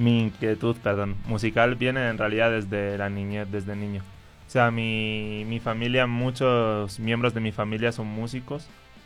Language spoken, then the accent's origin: Spanish; Pamplona, Navarre, Spain; now in Mexico; la región de donde soy, de España, que es Navarra … que es está en euskera.